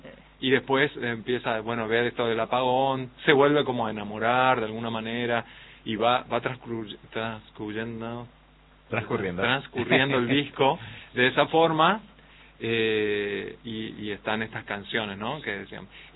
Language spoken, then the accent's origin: Spanish; Resistencia, Chaco, Argentina; de la zona donde yo soy, de Resistencia, y alrededores.